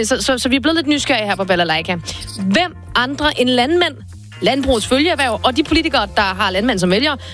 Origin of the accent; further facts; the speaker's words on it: Vejle, Region of Southern Denmark, Denmark; now in Copenhagen, Denmark; altså jeg er født og opvokset i Vejle, men alligevel så er jeg lidt bekymret for, om jeg går hen og er blevet sådan en perspektivløs københavnersnude.